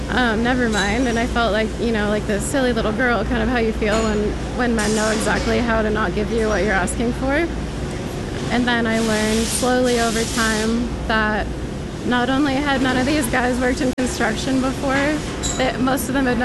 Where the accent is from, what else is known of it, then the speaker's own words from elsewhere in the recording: West Coast, United States; moved away; I'm not from here, so I had never experienced sexism before. I'm from the West Coast.